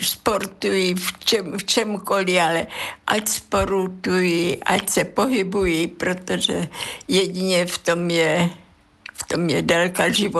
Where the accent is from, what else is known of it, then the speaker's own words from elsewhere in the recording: Ústí nad Orlicí, Pardubice Region, Czechia; Já jsem z Ústí nad Orlicí